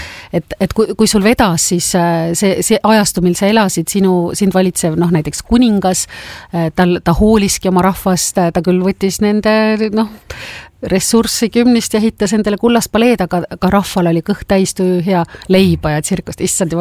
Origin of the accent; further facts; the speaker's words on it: Tallinn, Harju County, Estonia; ma olen ju tallinlane.